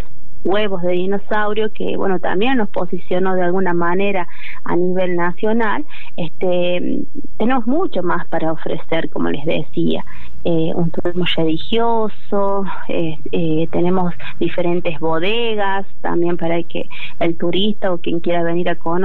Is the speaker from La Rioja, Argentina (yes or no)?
yes; La Rioja, Argentina